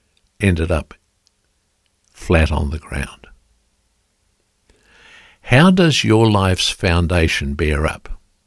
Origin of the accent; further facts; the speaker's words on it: New Zealand; I grew up in New Zealand.